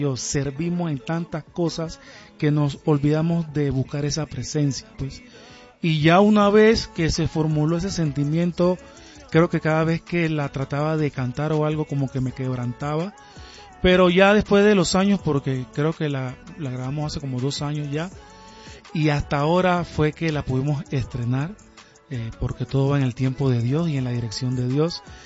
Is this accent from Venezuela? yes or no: no; Panama; la neverita le decimos en mi país también.